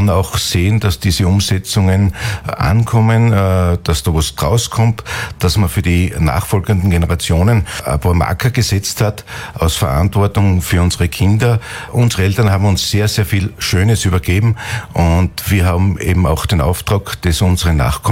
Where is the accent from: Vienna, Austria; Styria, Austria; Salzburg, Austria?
Styria, Austria; immer in meiner Heimatregion arbeiten haben zu dürfen, besonders im oberen Murtal.